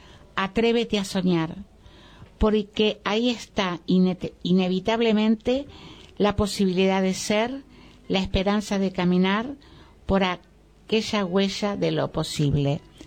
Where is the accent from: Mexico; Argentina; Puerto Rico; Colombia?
Argentina; General Pico, La Pampa; also born or lived in Pehuajó, Argentina; now in Buenos Aires, Argentina; Soy pampeana, nací en General Pico, La Pampa. Pero como mi padre, por su trabajo, lo trasladaban muy asiduamente, recorrimos toda La Pampa hasta que llegamos a Pehuajó, que también está en la llanura pampeana, y yo soy pehuajense adoptiva.